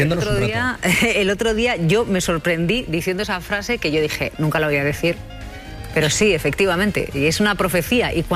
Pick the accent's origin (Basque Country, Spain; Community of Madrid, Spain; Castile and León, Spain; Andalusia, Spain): Basque Country, Spain; como madre vasca tengo miles ya, con esta edad